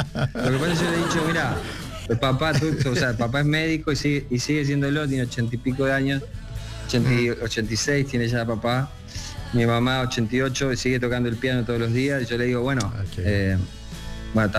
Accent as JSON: {"language": "Spanish", "country": "Argentina", "tie": "born there", "also_born_or_lived": "Rosario, Santa Fe / Concordia, Entre Ríos", "said": "yo también me crié en otra ciudad que se llama Concordia, nací en Rosario, me crié también por cuestiones familiares, entre Rosario y Concordia, que es una ciudad más pequeñita aún, pero sin haber viajado prácticamente y viviendo en una ciudad del interior de Argentina"}